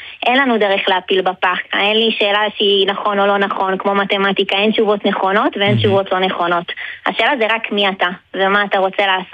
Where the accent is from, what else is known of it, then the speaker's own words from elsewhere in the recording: Kfar Hananya, Northern District, Israel; born there; אז אני במקור מהצפון, מישהו שנקרא כפר חנניה